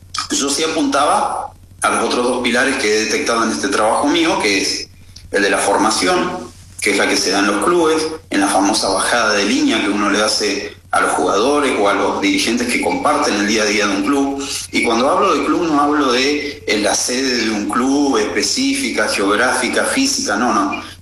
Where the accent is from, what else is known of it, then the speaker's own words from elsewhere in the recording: Zapala, Neuquén, Argentina; Bueno, yo vengo de Zapala, soy juez de paz suplente desde hace ya un tiempito